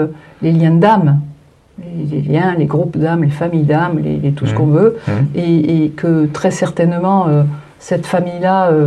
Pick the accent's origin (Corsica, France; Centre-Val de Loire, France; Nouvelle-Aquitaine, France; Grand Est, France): Corsica, France; Calvi; donc je suis corse et on habitait à Calvi.